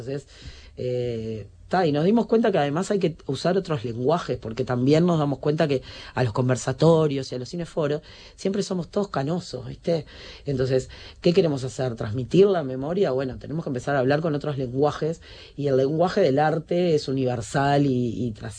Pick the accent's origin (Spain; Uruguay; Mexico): Uruguay; crecí desde los 0 a los 8 años yendo cada domingo al penal de Punta de Rieles